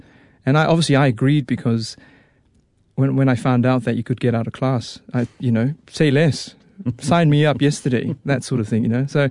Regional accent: Auckland, New Zealand; I did. I grew up in Auckland. I grew up in East Auckland in Howick Highland Park.

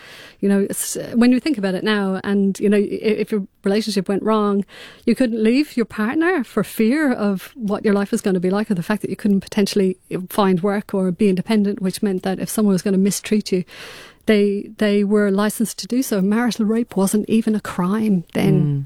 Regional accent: Ireland; growing up in Southern Ireland

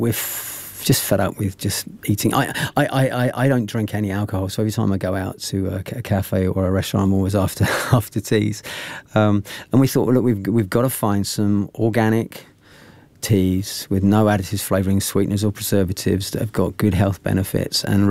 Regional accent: England, United Kingdom; accent: English; you can probably tell from our accents that we're English and we love tea.

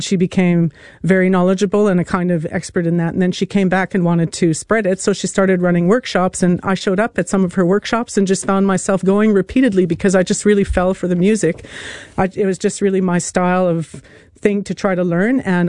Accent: Canada; now in New Zealand; I'm the Canadian immigrant here

